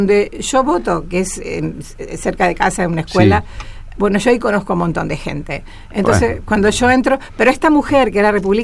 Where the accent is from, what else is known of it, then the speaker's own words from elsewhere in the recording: Argentina; now in Oak Park, United States; yo como argentina, viviendo allá más de 3 décadas...